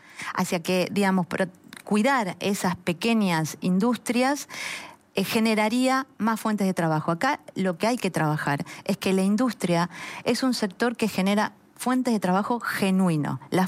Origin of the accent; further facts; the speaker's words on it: Argentina; como argentinos, también nos hacen falta.